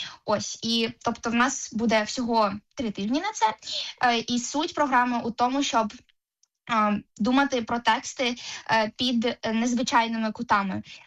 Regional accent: Enerhodar, Zaporizhzhia Oblast, Ukraine; Я сама не з Києва, я з Енергодару, тому це було таке дуже велике adventure, як це сказати українською.

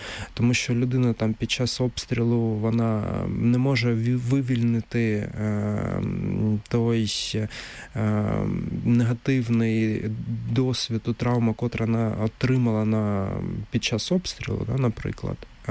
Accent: Kharkiv, Kharkiv Oblast, Ukraine; Раніше, до повномасштабного вторгнення, наприклад, в Харкові, це моє рідне місто, і в моєму клубу, в клубі «Шарухань» було три дитячі секції.

